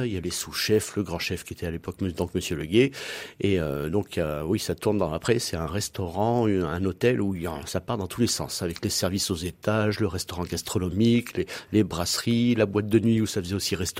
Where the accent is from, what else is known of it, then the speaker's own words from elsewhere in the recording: Auvergne-Rhône-Alpes, France; moved away as an adult; also born or lived in Paris; now in Clermont-Ferrand, France; 4 années à Paris, oui, je pense que ça suffit quand on est auvergnat.